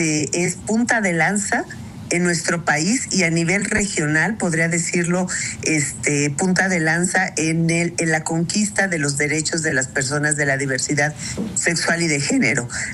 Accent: Mexico

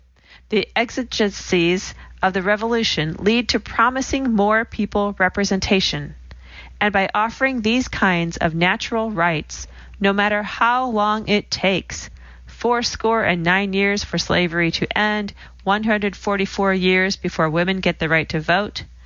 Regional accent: Chicago, Illinois, United States; Growing up in Chicago, I was engulfed in all that action.

